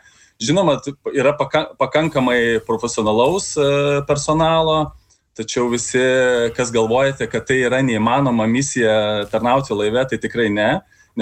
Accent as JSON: {"language": "Lithuanian", "town": "Baisogala", "region": "Šiauliai County", "country": "Lithuania", "tie": "born or raised there", "moved": "yes", "said": "aš pats esu kilęs iš mažo miestelio Baisogalos, iš tikrųjų ir tikrai nutolusios nuo jūros"}